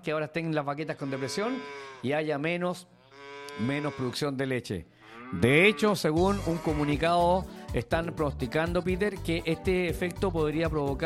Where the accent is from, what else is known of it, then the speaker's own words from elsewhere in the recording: Chile; si así somos los chilenos.